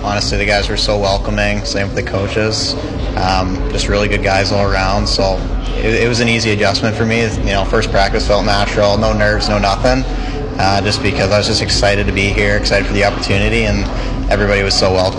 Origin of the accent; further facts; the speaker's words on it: Simcoe, Ontario, Canada; Yeah, well, I grew up in Simcoe, so that's like a small town, 30 minutes south of Brantford.